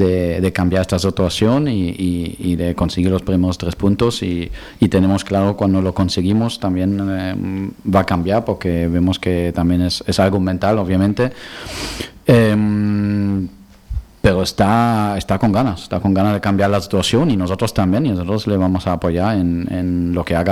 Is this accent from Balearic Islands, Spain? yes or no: yes; Balearic Islands, Spain; Hay que levantarse. Somos baleares, que ya sabemos cómo es caer y levantarse.